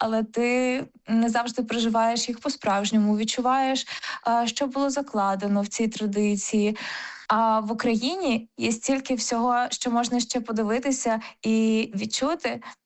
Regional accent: Sumy Oblast, Ukraine; а я якраз з Сумщини

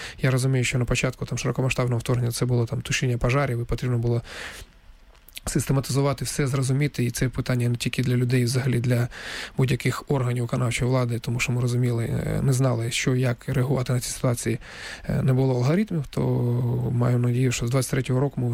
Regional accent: Donetsk, Donetsk Oblast, Ukraine; тому що дійсно я сам з Донецька

